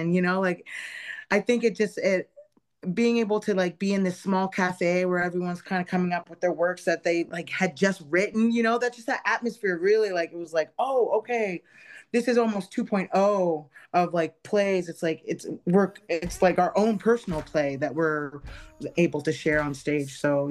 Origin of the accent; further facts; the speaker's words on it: Sydney, Nova Scotia, Canada; I grew up in Sydney, Nova Scotia with spiritualists and musicians and doctors and teachers.